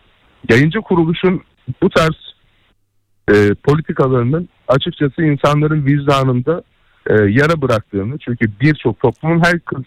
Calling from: Istanbul, Turkey; ben İstanbul'dan.

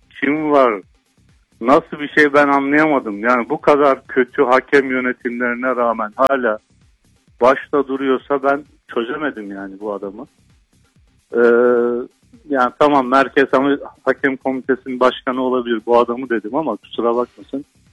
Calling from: Istanbul, Turkey; ben İstanbul'dan arıyorum.

